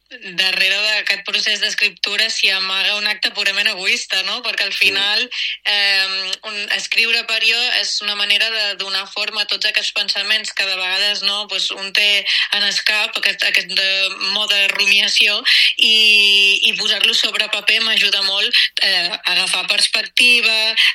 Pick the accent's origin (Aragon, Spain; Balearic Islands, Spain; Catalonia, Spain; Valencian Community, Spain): Balearic Islands, Spain; Ibiza; Jo soc d'Eivissa